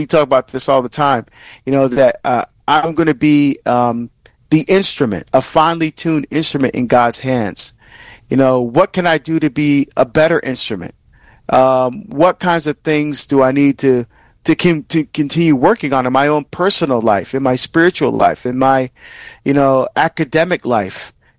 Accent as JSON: {"language": "English", "country": "Barbados", "said": "Please keep us in your prayers as we travel together to my home country of Barbados."}